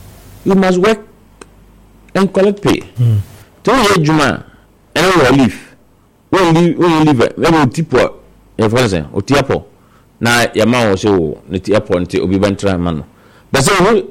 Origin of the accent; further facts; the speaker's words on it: Ghana; So I strongly believe that we are Ghanaian, whether we are a judge, we are a lawyer, we are a teacher